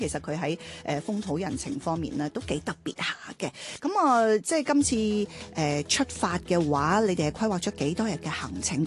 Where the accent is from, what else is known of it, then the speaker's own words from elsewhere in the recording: Guangdong, China; 我哋作為廣東人都比較熟悉啲